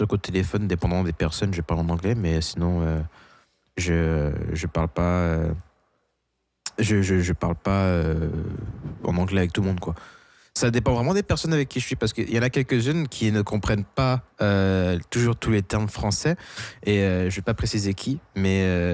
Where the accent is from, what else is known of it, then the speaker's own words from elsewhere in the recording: France; also born or lived in New Brunswick / Quebec; now in Canada; je suis français, mais j'ai quand même vécu longtemps ici. Bah, au Nouveau-Brunswick, mais au Québec.